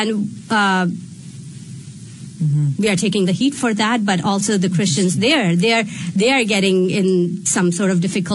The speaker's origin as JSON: {"language": "English", "country": "Pakistan", "tie": "born or raised there", "said": "It's common in Pakistan. Again, sometimes when you led the culture. So I grew up in Islamic Republic on Pakistan."}